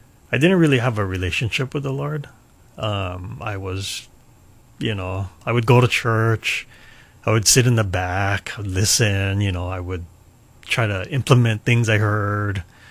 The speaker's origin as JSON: {"language": "English", "town": "Hilo", "region": "Hawaii", "country": "United States", "tie": "born or raised there", "said": "when growing up in Hilo"}